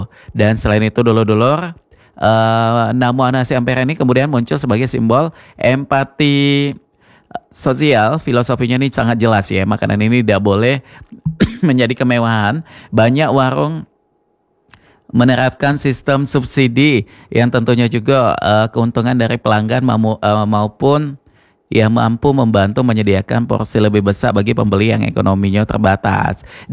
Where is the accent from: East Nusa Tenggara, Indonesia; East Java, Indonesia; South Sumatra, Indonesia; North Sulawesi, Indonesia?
South Sumatra, Indonesia; Palembang; kebanggaan kita orang Palembang.